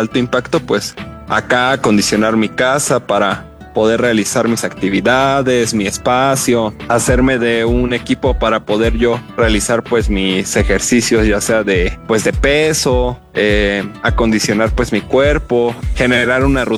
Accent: Hidalgo, Mexico; Nosotros como somos hidalguenses, pues el huapango es algo que nos representa.

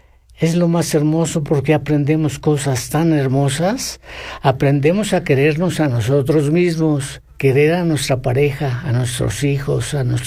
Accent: Mexico; nosotros como mexicanos somos muy flojos.

